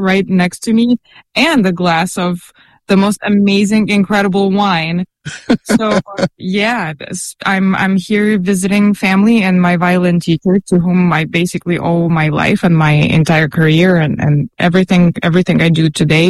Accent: Moldova; moved away; Yeah, I am from Moldova, which is a tiny country in Eastern Europe, which is where I'm at right now, actually.

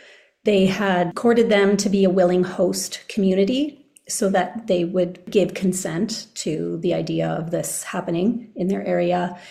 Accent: Thunder Bay, Ontario, Canada; I was born here in Thunder Bay. This is where we are right now. I met Michelle. I had grown up here and then left at 17 and said I would never come back, and then came back around 2012

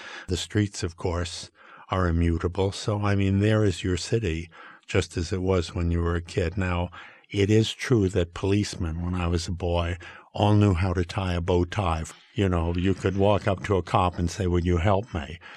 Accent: New York, United States; I still think of myself as a New Yorker, naturally. And when I go there, I feel that I'm, yes, this is my place. This is home.

